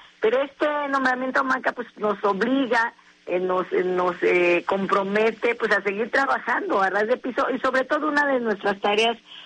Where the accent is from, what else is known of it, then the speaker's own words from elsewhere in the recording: Guerrero, Mexico; Yo soy de la Costa Chica, yo soy afromexicana.